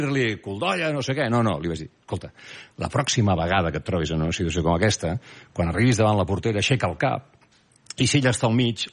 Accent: Barcelona, Catalonia, Spain; Vinc de Barcelona, perdona.

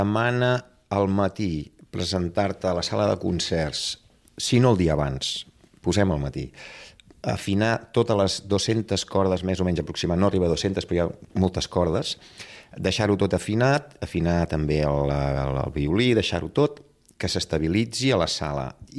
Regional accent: Catalonia, Spain; Nosaltres som catalans i ens estimem la nostra terra

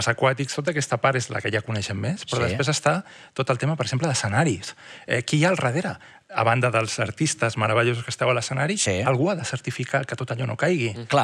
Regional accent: Tarragona, Catalonia, Spain; jo sóc de Tarragona.

